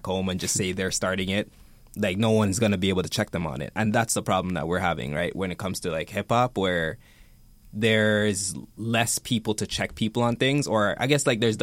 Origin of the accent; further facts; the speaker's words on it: Jamaica; being a Jamaican myself